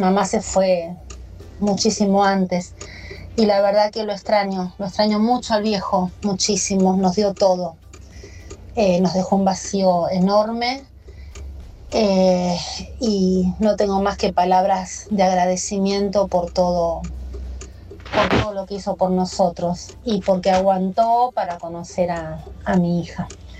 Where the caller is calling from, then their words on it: Buenos Aires, Argentina; de Parque Avellaneda.